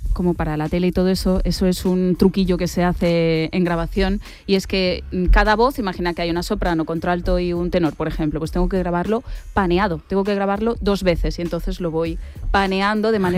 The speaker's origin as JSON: {"language": "Spanish", "town": "Calvià", "region": "Balearic Islands", "country": "Spain", "tie": "born or raised there", "said": "Yo colaboraba en una radio de estas locales de ahí de mi pueblo, de Calvía, como os dije el otro día."}